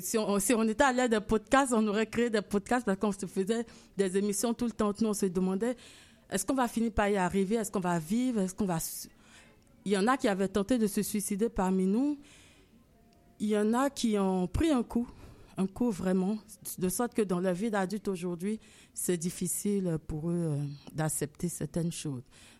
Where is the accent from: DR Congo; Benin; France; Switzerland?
Benin; j'ai décidé de rentrer au Bénin, qui est mon pays d'origine, dont celui de mes parents. Et je voulais savoir un peu plus le Bénin. Alors, mon arrivée au Bénin a amené toute la famille à venir finalement au Bénin. Donc, une deuxième partie de mon enfance commence là.